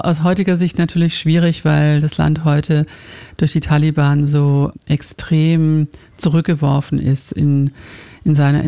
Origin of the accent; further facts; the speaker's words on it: Finland; moved away; ich komme ja ursprünglich aus Finnland.